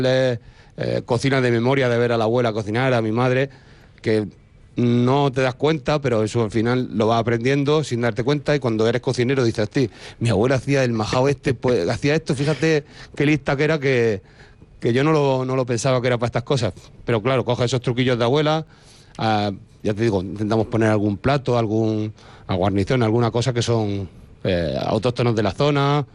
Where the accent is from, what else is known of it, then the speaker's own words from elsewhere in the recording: Granada, Andalusia, Spain; now in Madrid, Spain; yo vengo de tierra de cordero segureño, la IGP, el centro de la IGP está en mi pueblo.